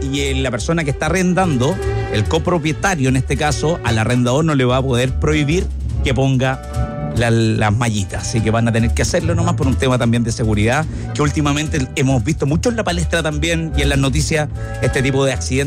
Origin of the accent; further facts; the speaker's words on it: Rancagua, O'Higgins, Chile; now in Santiago, Chile; desde que uso de razón tengo que llegué a Santiago y soy de Rancagua